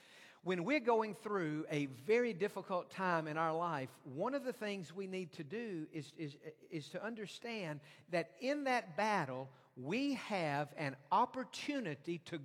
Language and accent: English; Texas, United States; I grew up in East Texas